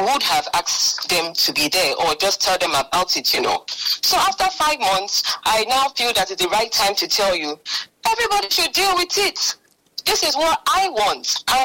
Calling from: Calabar, Cross River, Nigeria; I am calling from Calabar South

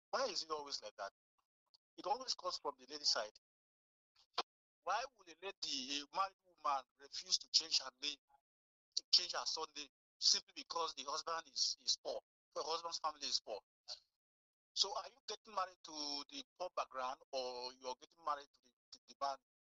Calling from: Nigeria; calling you from Unica.

